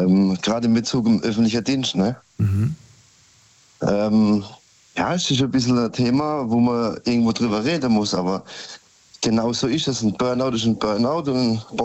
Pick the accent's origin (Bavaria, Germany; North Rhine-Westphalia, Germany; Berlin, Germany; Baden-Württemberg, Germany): Baden-Württemberg, Germany; Karlsruhe; Ich komme aus Karlsruhe.